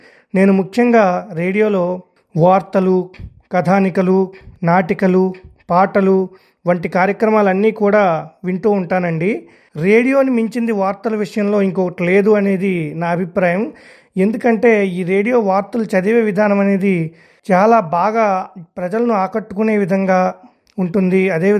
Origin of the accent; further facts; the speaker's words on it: Ramannapalem, Andhra Pradesh, India; మా ఊరు రామన్నపాలెం గ్రామం, కామవరపుకోట మండలం, ఏలూరు జిల్లా.